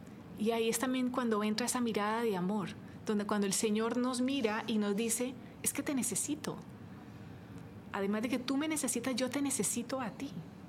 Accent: Colombia; moved away as an adult; now in Miami, United States; colombiana, soy diseñadora de interiores y hago decoración. Vivo aquí en Miami hace 26 años

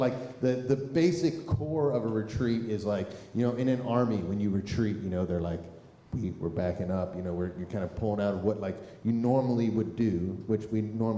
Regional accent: Philadelphia, Pennsylvania, United States; This is like, I grew up in Philadelphia.

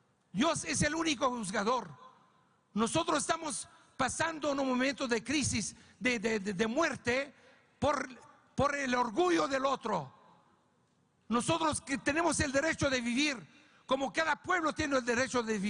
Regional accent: Syria; Somos los fundadores de Siria. Somos los cristianos los primeros que fundaron este país. Nosotros los cristianos somos los originales de esta tierra

